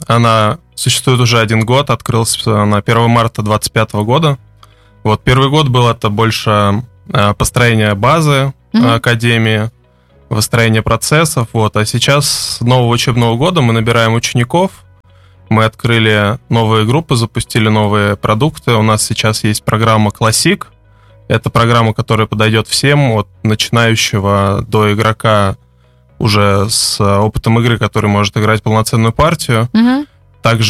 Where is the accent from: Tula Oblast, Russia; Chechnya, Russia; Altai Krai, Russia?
Tula Oblast, Russia; Tula; born there; Я родился в Туле, да, и она родилась в Туле.